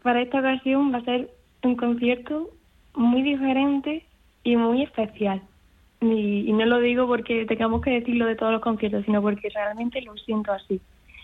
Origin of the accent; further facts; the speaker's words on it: Andalusia, Spain; también estoy tocando en mi tierra.